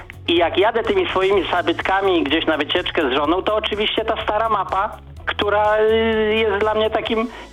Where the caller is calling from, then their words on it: Opole Voivodeship, Poland; ja jestem z Sudet.